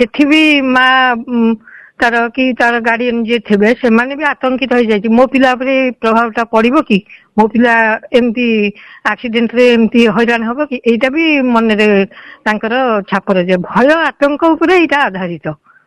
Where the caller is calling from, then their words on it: Jagatsinghpur, Odisha, India; କହୁଥିଲି ଜଗତସିଂହପୁରରୁ।